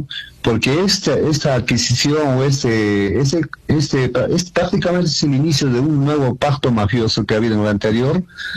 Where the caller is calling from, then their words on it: Azángaro, Puno, Peru; de Azángaro.